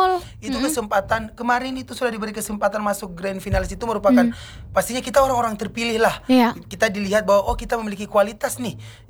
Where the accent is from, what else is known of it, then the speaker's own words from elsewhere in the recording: Baubau, Southeast Sulawesi, Indonesia; walaupun kami dari Kota Bau-Bau tetapi kami membawa nama Sulawesi Tenggara nih